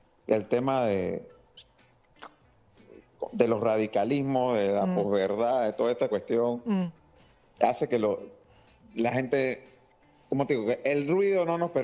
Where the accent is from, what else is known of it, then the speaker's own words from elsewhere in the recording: Panama; Bueno, mira, yo te puedo decir como panameño, recordemos que nosotros vivimos una situación parecida